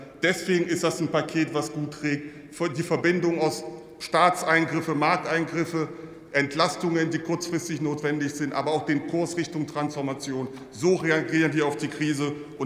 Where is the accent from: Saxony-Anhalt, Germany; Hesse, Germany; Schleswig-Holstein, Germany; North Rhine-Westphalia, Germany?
Saxony-Anhalt, Germany; und vielleicht darf ich ein Beispiel aus meiner Heimat, aus Sachsen-Anhalt, wo ich aufgewachsen bin, mal hier mit Ihnen besprechen